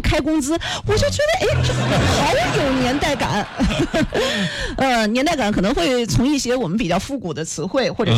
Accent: Henan, China; accent: Henan dialect; 我们讲河南话的时候

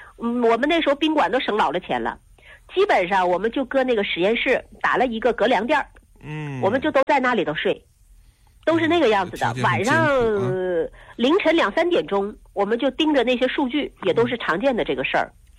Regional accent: Changbai Mountains, China; 我们老家就长白山脉，不缺原料，你说那个野生山核都有，到季节你就能背下来就行，就是天生地长的有的是

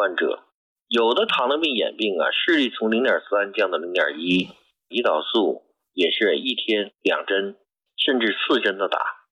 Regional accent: China

